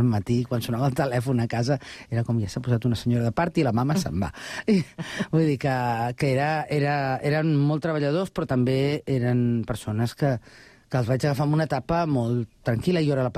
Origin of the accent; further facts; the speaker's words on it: Barcelona, Catalonia, Spain; moved away as an adult; now in Sant Cugat del Vallès, Spain; em sento molt santcugatenca després de més de 20 anys visquent aquí, però jo sóc nascuda a Barcelona